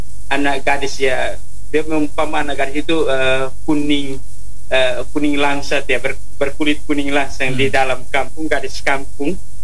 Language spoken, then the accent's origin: Indonesian; East Nusa Tenggara, Indonesia; kami orang TTS katakan ne